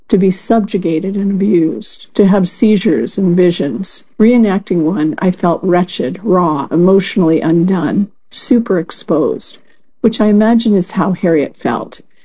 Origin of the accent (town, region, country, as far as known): England, United Kingdom; born or raised there; now in United States